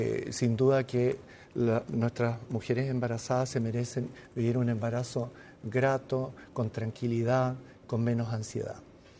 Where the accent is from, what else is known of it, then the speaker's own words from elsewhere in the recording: Chile; como población chilena por lo menos estamos profundamente afectados en términos metabólicos